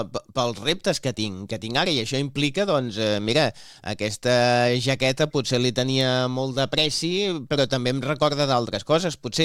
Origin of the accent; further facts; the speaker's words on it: Barcelona, Catalonia, Spain; Jo que sóc de Sants veig passar molts trens, no?